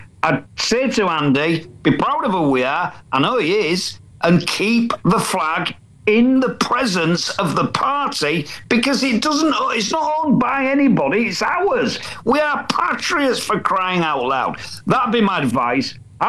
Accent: Hull, Yorkshire and the Humber, United Kingdom; I'm British. I'm born and bred in East Hull. I'm proud of what my roots are.

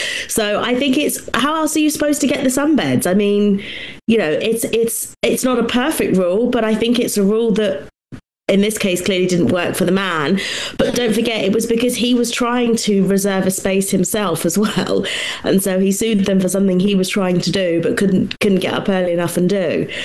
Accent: United Kingdom; as a Brit

